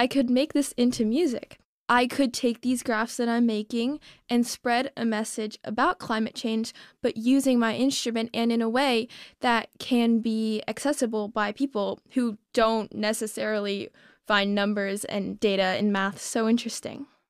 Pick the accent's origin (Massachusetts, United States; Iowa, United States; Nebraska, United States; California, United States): California, United States; South Pasadena